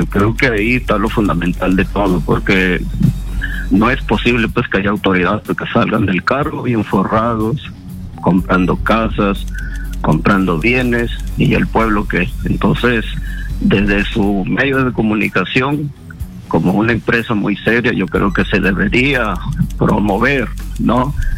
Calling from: Piura, Peru; Bueno, yo soy de Piura, Bajo Piura

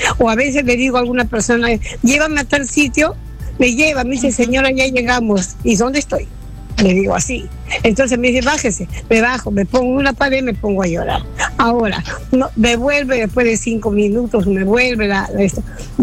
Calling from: Huacho, Lima, Peru; Habla una persona de 67 años, me llamo desde Huacho.

